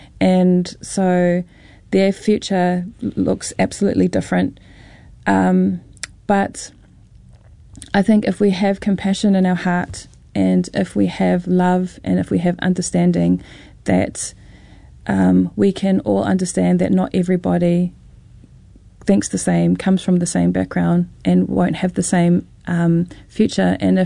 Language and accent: English; New Zealand; first language Māori; English is a second language; reo Māori was my first language growing up. It was the reo that my dad taught me.